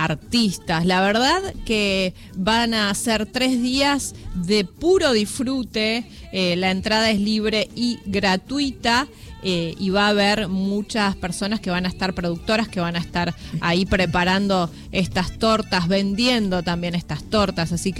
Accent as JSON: {"language": "Spanish", "country": "Argentina", "said": "porque somos todos argentinos"}